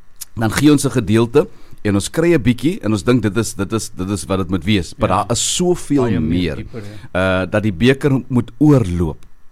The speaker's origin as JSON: {"language": "Afrikaans", "town": "Mossel Bay", "region": "Western Cape", "country": "South Africa", "tie": "born there", "said": "En dan ons mense daar in Mosselbaai, ons sal sê die homies, almal in my geboortedorp Mosselbaai"}